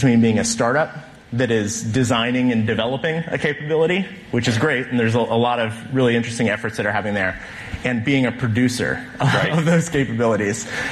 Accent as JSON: {"language": "English", "region": "Ohio", "country": "United States", "said": "I know Ohio well. It didn't help. I want to be clear. I'm from Ohio originally."}